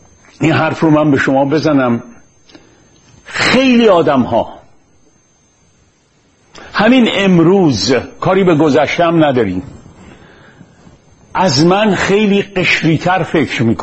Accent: Iran; ما ایرونی ها گفتم هممون معلمیم

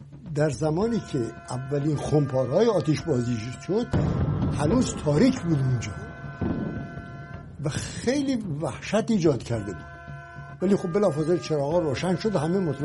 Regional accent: Iran; به عنوان یک ایرانی

